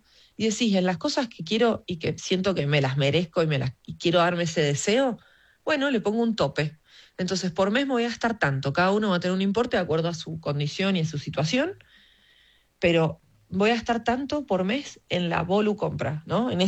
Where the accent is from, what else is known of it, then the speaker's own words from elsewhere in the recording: Mendoza, Argentina; Disfruto Mendoza, soy mendocina